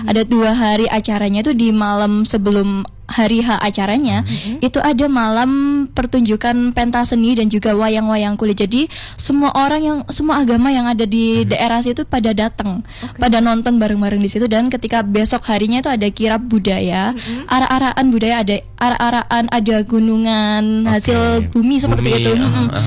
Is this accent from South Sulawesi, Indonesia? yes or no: no; Mojowarno, East Java, Indonesia